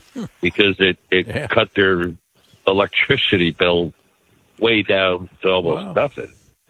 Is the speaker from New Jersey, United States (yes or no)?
yes; New Jersey, United States; now in Felton, United States; I'm from Felton, Delaware. but originally from New Jersey.